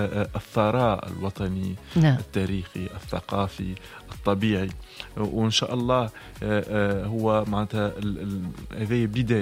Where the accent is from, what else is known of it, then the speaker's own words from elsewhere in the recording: Tunisia; تعرفوا شنو عندنا في تونس